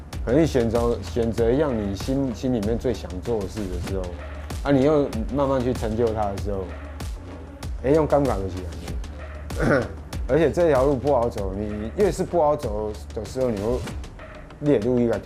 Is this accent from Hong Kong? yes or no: no; Taiwan; 我阮台湾人的，我唔是香港人，我是广东人，我是闽南人，我讲台语，我讲台语，我讲台语。